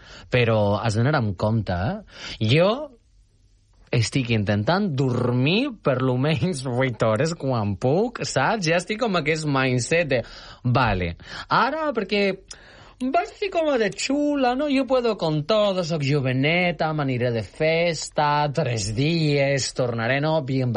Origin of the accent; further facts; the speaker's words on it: Mallorca, Balearic Islands, Spain; Soc de Mallorca, sí. També soc mallorquina.